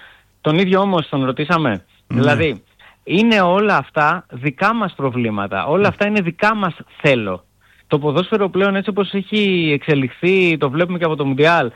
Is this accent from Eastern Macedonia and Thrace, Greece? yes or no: no; Athens, Attica, Greece; Και το λέω εγώ που είμαι από την Αθήνα.